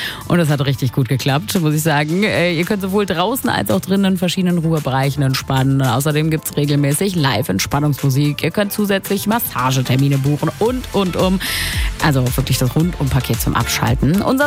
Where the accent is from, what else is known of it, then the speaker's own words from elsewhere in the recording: Refrath, North Rhine-Westphalia, Germany; Lustigerweise war das früher mal unser Familienbad. Ich komme nämlich aus Refrath.